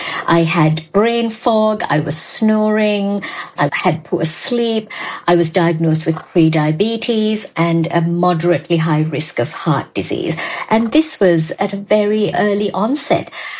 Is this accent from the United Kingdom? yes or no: no; Sri Lanka; And growing up in Sri Lanka, sometimes I used to have 3 meals of rice a day.